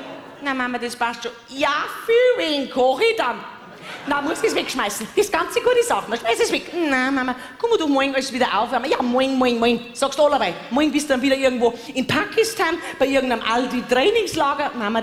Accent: Bavaria, Germany; Bei uns in Bayern sagt man, was der Bauer nicht kennt, das frisst er nicht.

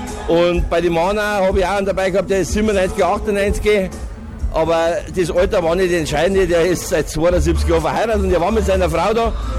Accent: Bavaria, Germany; accent: Bavarian; now in Waldkraiburg, Germany; Ich bin so aufgewachsen, ich bin in Niederbayern im Verkehr geboren. Und das kriege ich nicht raus.

